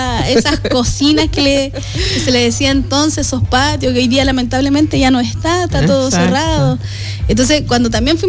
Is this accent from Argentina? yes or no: no; Pedro de Valdivia, Antofagasta, Chile; éramos chicos cuando yo vengo de Pedro de Valdivia y cuando llegamos era tal cual como estaba la escenografía.